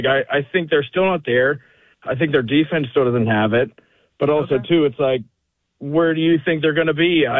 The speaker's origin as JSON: {"language": "English", "town": "Pittsburgh", "region": "Pennsylvania", "country": "United States", "said": "So where I'm from Pittsburgh, and I'm an Aaron Donald guy from Pittsburgh."}